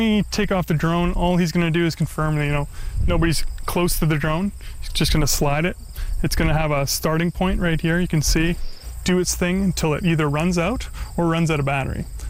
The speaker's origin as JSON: {"language": "English", "town": "Morden", "region": "Manitoba", "country": "Canada", "said": "I'm from Morden, Manitoba here. We're just north of Morden. I'm a farmer here in southern Manitoba."}